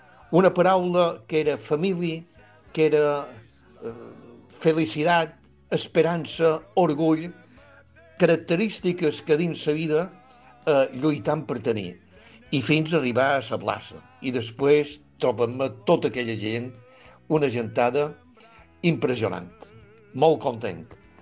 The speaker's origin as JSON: {"language": "Catalan", "town": "Vilafranca de Bonany", "region": "Balearic Islands", "country": "Spain", "tie": "born or raised there", "said": "anar de casa nostra, en què havia passat la infància i la joventut"}